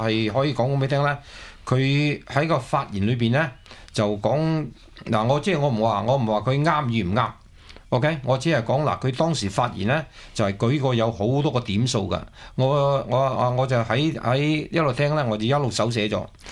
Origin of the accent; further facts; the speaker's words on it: China; 真系我哋中国人嘅，即系龙当然系一个抽象式嘅个动物啦。